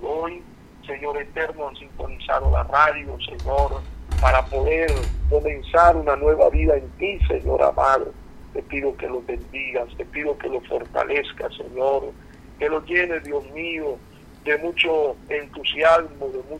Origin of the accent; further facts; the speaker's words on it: Guatemala; nuestro país, Guatemala